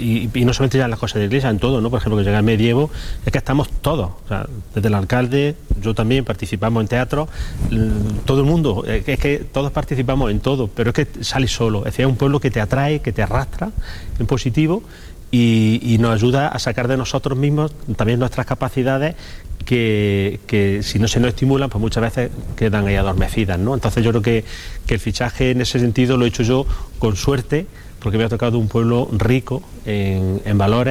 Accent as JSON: {"language": "Spanish", "town": "Úbeda", "region": "Andalusia", "country": "Spain", "tie": "born or raised there", "said": "mi madre ha sido profesora en Úbeda, y entonces, bueno, pues en el año 69 pues se desplazaron hasta Úbeda y yo vine con 11 meses"}